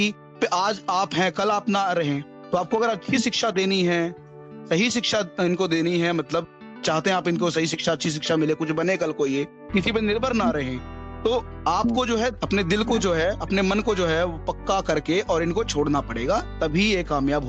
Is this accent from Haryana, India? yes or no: yes; Haryana, India; also born or lived in Ayodhya, Uttar Pradesh (parents' origin); मैं हरियाणा से हूँ, बट मेरे माता पिता जो हैं वो मूल रूप से यूपी से हैं, अयोध्या से